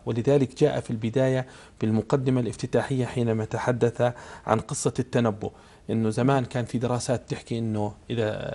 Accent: Jordan; شعرت كأردني بالفخر

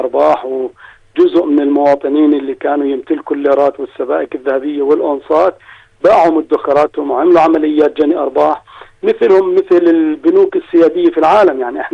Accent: Jordan; بلدنا الأردن

